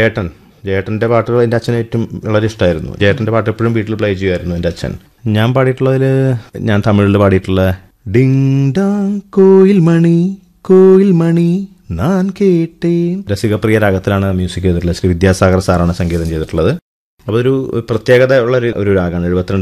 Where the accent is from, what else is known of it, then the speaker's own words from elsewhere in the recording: Kerala, India; പ്രത്യേകിച്ചും മലയാളി ആയതുകൊണ്ട് ഏറ്റവും കൂടുതൽ ഞാൻ കേട്ടിട്ടുള്ള … പാട്ടുകളാണ്.